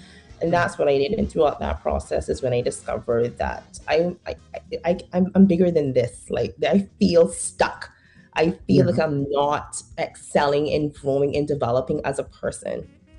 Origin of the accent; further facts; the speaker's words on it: Cayman Islands; also born or lived in Fredericton, New Brunswick, Canada / Miami Shores, Florida; growing up in the Caribbean, here in the Cayman Islands, it was very community driven. Like, you're a very small island.